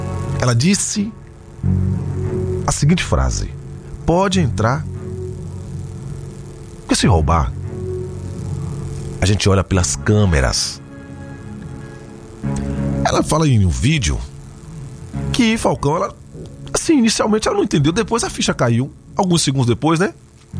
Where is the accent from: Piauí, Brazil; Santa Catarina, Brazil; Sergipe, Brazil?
Piauí, Brazil; E a minha terra, a minha Piauí